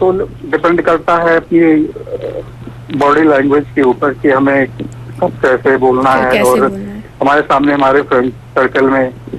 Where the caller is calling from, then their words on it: Ayodhya district, Uttar Pradesh, India; मैं अयोध्या जिले से हूँ।